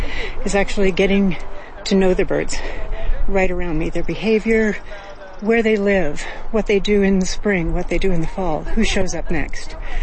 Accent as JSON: {"language": "English", "town": "Fort Collins", "region": "Colorado", "country": "United States", "said": "I'm from Fort Collins, Colorado."}